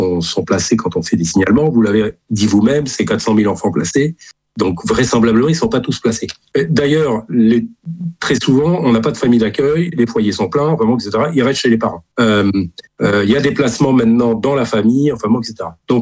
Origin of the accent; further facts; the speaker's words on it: Rabat, Rabat-Salé-Kénitra, Morocco; Ouais, moi je suis de Rabat. Donc je vais régulièrement former les pédopsychiatres du Maroc.